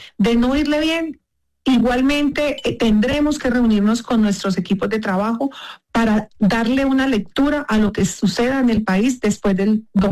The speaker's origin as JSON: {"language": "Spanish", "region": "Valle del Cauca", "country": "Colombia", "said": "somos las mujeres del Valle del Cauca"}